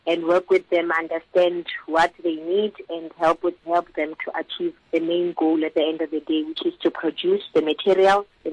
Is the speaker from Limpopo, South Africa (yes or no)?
yes; Polokwane, Limpopo, South Africa; I am originally from Polokwane in Limpopo, and I studied mechanical engineering.